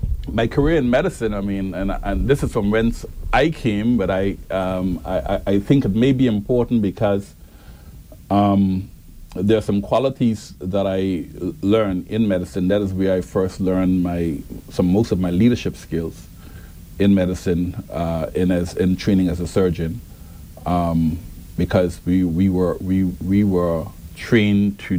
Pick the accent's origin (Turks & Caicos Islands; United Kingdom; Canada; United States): Turks & Caicos Islands; Cockburn Town, Grand Turk; born there; also born or lived in Providenciales; I lived right down the road right here. On Good Street, I grew up on Good Street. I was welcomed by my Good Street community. They actually calling me … because that's where they know me from.